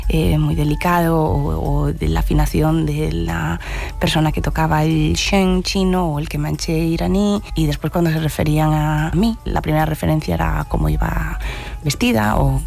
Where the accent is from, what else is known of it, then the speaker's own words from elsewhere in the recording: Ourense, Galicia, Spain; porque soy de Ourense y nací en esa generación en la que o jugabas al fútbol o tocabas la gaita.